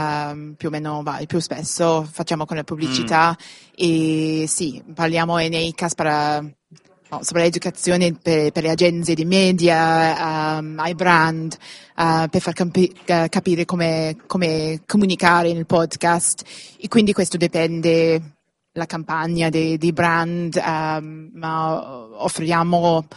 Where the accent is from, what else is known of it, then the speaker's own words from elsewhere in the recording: Wales, United Kingdom; Italian is a second language; Sono di Gales.